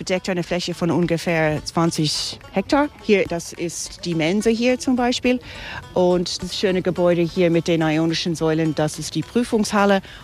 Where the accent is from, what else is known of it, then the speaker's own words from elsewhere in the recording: Dublin, Leinster, Ireland; born there; German is a second language; Ich bin Irin, bin hier in Dublin geboren und ich liebe sehr gerne meine Stadt.